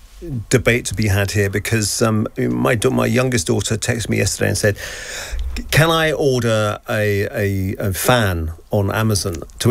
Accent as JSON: {"language": "English", "town": "Croydon", "region": "London", "country": "United Kingdom", "tie": "born or raised there", "said": "my mum was from Bolivia, and when I grew up in Croydon"}